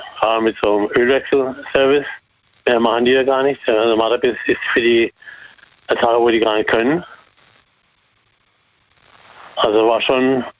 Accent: Karlsruhe, Baden-Württemberg, Germany; born there; also born or lived in Ettlingen; now in Muggensturm, Germany; Ich bin gebürtiger Karlsruher. Und war dann bis 1999, habe ich in Ettlingen gewohnt

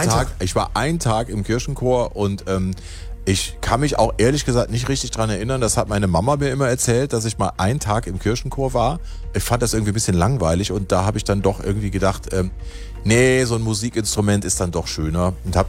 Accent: Aachen, North Rhine-Westphalia, Germany; ich komme aus Aachen, ich bin römisch-katholisch erzogen worden

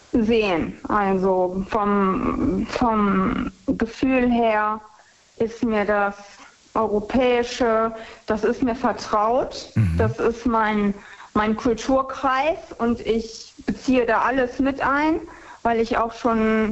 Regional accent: Germany; moved away; Und ich war auch immer froh, wenn man mich im Ausland niemals als Deutsche identifiziert hat und immer, Amerikanerin oder Holländerin oder irgendwas.

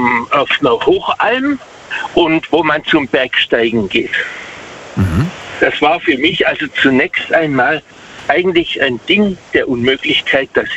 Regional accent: Waghäusel, Baden-Württemberg, Germany; Also ich komme aus Waghäusel.

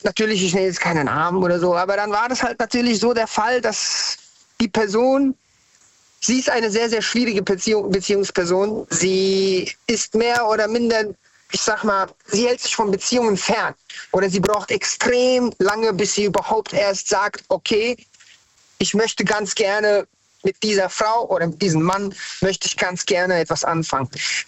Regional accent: Hesse, Germany; now in Hanau, Germany; Ich bin kein gebürtiger Hesse, also eigentlich komme ich von ganz woanders her, aber ich bin in Hessen, Hanau, Hessen, Frankfurt aufgewachsen und bin dann nach Hanau gezogen.

